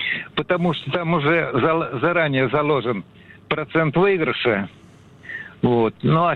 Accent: Moscow, Russia; Я из Москвы, всем привет.

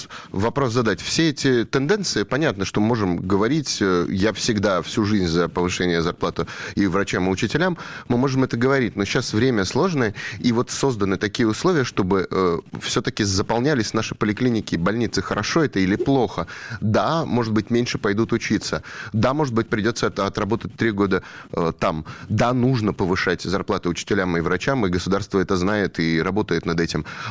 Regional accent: Stavropol, Stavropol Krai, Russia; да даже, если честно, вот в моем родном городе, в Ставрополе, какой-нибудь педиатр, ну, получает совсем небольшие деньги.

